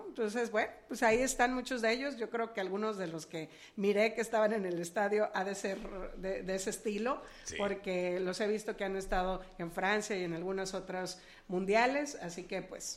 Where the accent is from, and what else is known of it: Mexico